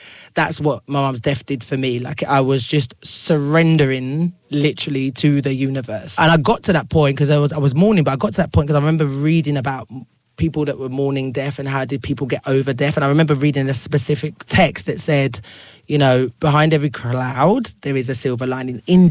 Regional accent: London, United Kingdom; accent: Cockney; now in Ghana; Me being a Ghanaian, because you can't take that away, regardless of where I grew up or no matter how Cockney I am, right? I am a Ghanaian. I'm an African.

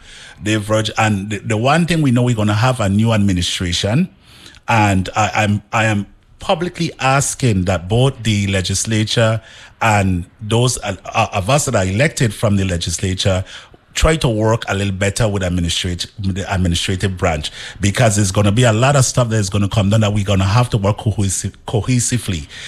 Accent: Frederiksted, St. Croix, U.S. Virgin Islands; I'm from Frederickstead.

